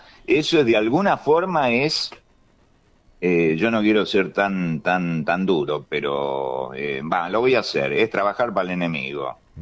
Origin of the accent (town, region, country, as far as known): Argentina